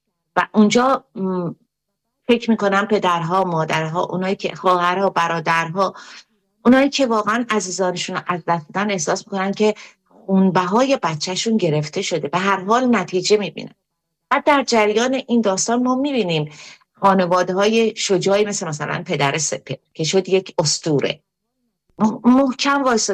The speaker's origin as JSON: {"language": "Persian", "country": "Iran"}